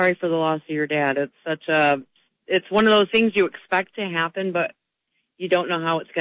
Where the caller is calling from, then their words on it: Battle Creek, Michigan, United States; I am calling from Battle Creek, Michigan.